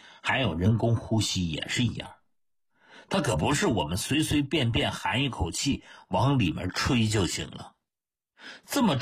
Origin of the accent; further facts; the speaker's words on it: China; 我们中国人有一句话啊，人命关天呐。